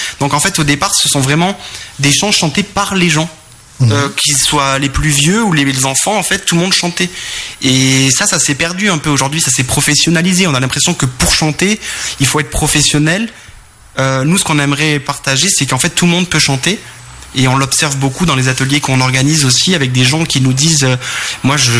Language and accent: French; Nouvelle-Aquitaine, France; moved away; moi, je viens du Pays Basque, dans le sud.